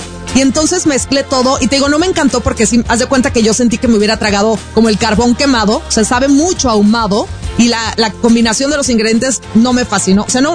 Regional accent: Mazatlán, Sinaloa, Mexico; yo que soy sinaloense, mazatleque

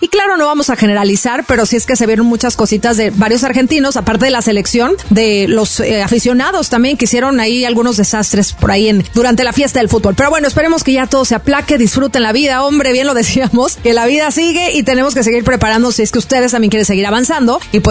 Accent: Mexico; Pregúntenme a mí, si soy mexicana

